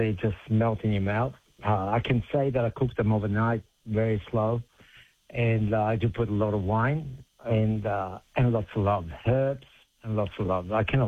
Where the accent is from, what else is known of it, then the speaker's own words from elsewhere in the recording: Sydney, New South Wales, Australia; born there; also born or lived in Europe; Well, I was born in Sydney, but my parents were from Italy, and then I moved back to Europe, and I did live over there more than 30 years.